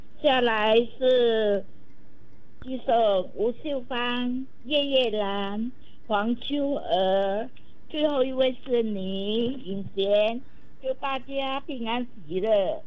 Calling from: Johor Bahru, Johor, Malaysia

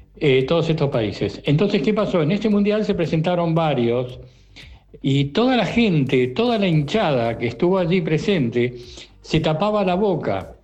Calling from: Bahía Blanca, Buenos Aires Province, Argentina; Argentina por siempre. … de Bahía Blanca.

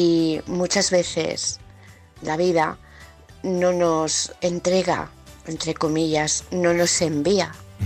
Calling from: Burgos, Castile and León, Spain; Un abrazo enorme para todos desde Burgos.

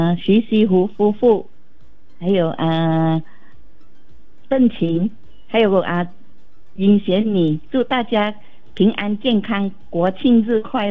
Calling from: Penang, Malaysia; 我是来自槟城卫南

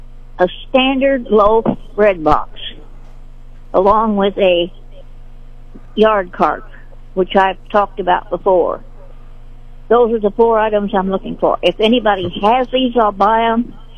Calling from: Sedalia, Missouri, United States; I'm calling from Sedalia.

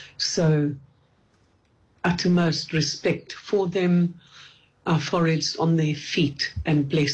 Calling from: Cape Town, Western Cape, South Africa; from Pinelands.

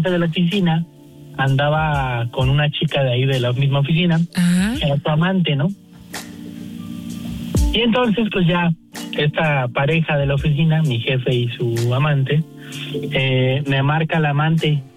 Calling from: Mexico City, Mexico; Estoy en Iztapalapa.

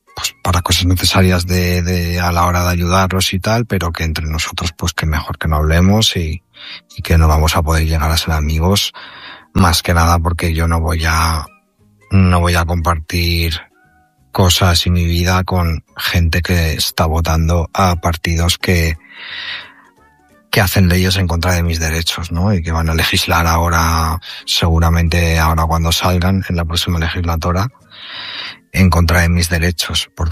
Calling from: Valencia, Valencian Community, Spain; Soy de Valencia

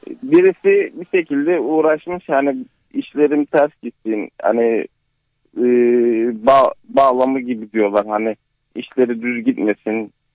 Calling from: Edirne, Turkey; Edirne'den arıyorum.

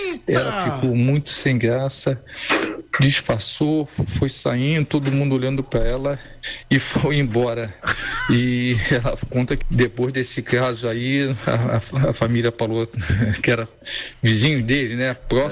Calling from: Rio de Janeiro, Brazil; sou aqui do Rio de Janeiro.

